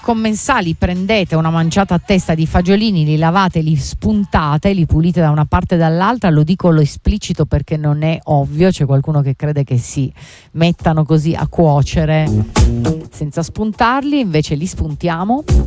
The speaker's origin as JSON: {"language": "Italian", "region": "Apulia", "country": "Italy"}